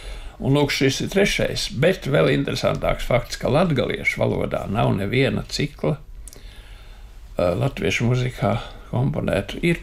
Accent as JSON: {"language": "Latvian", "town": "Riga", "region": "Vidzeme", "country": "Latvia", "said": "Es esmu vidzemnieks, rīdzinieks, tātad vidzemnieks trijās paaudzēs, jau trešajā paaudzē."}